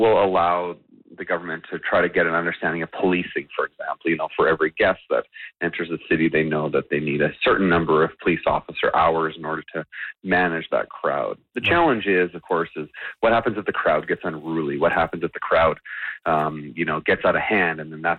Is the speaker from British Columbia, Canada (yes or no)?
yes; British Columbia, Canada